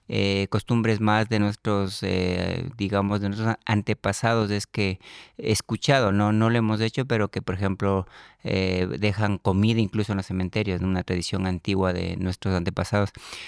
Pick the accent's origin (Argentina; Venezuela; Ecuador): Ecuador; moved away as an adult; vengo de Ecuador.